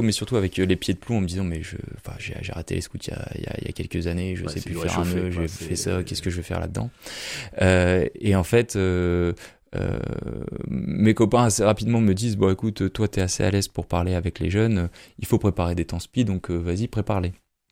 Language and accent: French; Tourcoing, Hauts-de-France, France; Alors moi, j'ai grandi à Tourcoing, dans une famille qui avait des racines chrétiennes. J'ai été baptisé, j'étais à l'école catholique à Tourcoing, puis à Lille, à Saint-Paul.